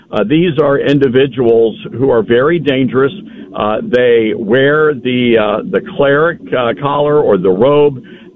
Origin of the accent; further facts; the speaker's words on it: Memphis, Tennessee, United States; even in my hometown of Memphis, Tennessee